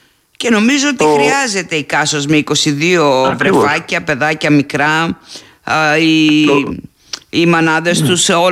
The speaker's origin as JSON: {"language": "Greek", "region": "Crete", "country": "Greece", "said": "μου θυμίζει πολύ έντονα την πατρίδα μου, την Κρήτη."}